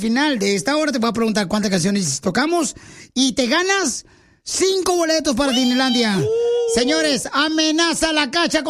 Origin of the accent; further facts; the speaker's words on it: Ocotlán, Jalisco, Mexico; En Ocotlán, Jalisco, mi tierra natal, sí.